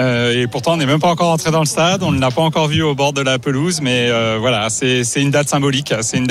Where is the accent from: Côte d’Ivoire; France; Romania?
France; Guadeloupe; Je viens de Guadeloupe. J'ai fait plus de 10 000 km. J'ai traversé un océan.